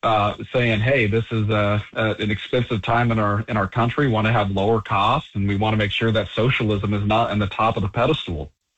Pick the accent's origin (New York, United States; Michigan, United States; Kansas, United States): Kansas, United States; Garden City; I'm from Garden City.